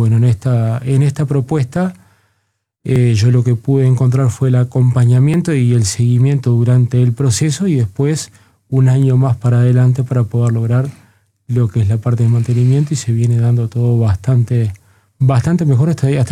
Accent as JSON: {"language": "Spanish", "town": "Minas", "region": "Lavalleja", "country": "Uruguay", "moved": "as an adult", "lives_now": "Montevideo, Uruguay", "said": "Yo vengo del interior, yo soy de Minas, me vine a hacer facultad a Montevideo."}